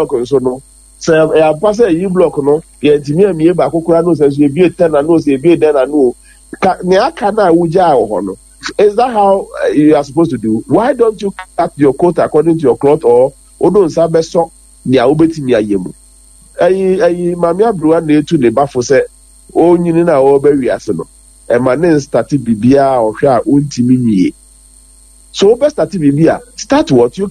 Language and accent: English; Ghana; I can applaud the NDC for the done part. In progress, ne diye, I am a Ghanaian, I would hasten slowly.